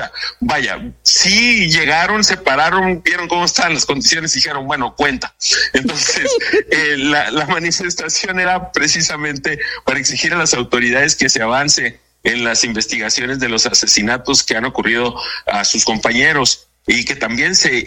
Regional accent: Ciudad Obregón, Sonora, Mexico; now in Mexicali, Mexico; También te podría decir que crecí en Ciudad Obregón también, entonces conozco el calor húmedo.

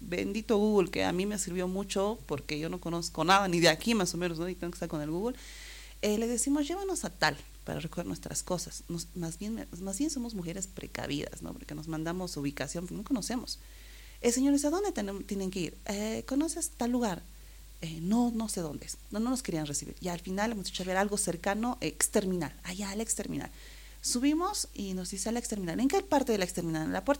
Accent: Bolivia; así como bolivianos

